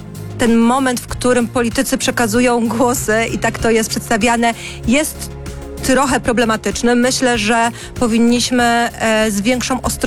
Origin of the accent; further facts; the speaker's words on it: Sosnowiec, Silesian Voivodeship, Poland; born there; now in Kraków, Poland; Nie, urodziłam się w Sosnowcu i tak jak bardzo wielu Krakowian wybrałam Kraków jako swoje miasto do życia.